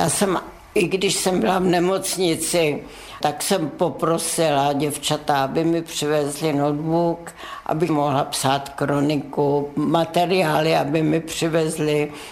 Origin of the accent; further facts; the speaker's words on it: Křešice, Central Bohemian Region, Czechia; first language de; Czech is a second language; also born or lived in Stará Role; Tak já jsem se narodila ve Staré Roli. V roce 1946 jsme šli v rámci takzvaného rozptylu Němců do Křešic, které jsou u Vrchotových Janovic. V těch Vrchotových Janovicích jsem chodila do první třídy i s bratrem, protože ani jeden z nás jsme nemluvili česky.